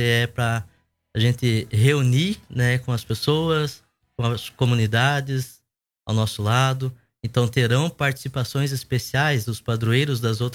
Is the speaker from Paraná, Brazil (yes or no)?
yes; Telêmaco Borba, Paraná, Brazil; sou natural aqui de Telema.